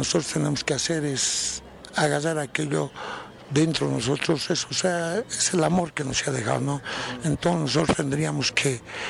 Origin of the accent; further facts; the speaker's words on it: Bolivia; tratar de que nosotros como bolivianos ser tal vez una luz a nivel mundial, ¿no?